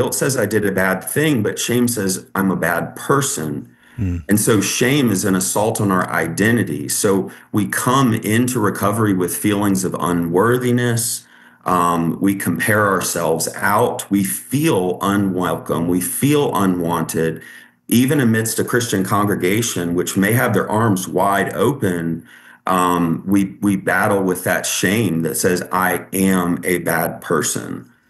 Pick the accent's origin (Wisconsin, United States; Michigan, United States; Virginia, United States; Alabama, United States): Virginia, United States; Richmond; now in Southwest Virginia, United States; So I moved here from Richmond, Virginia, about a week after my high school graduation, with my mom and my dad and my daughter, who I had when I was 16, and we moved from the city of Richmond to Southwest Virginia.